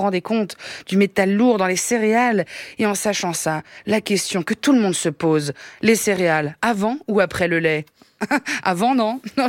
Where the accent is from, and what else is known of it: Italy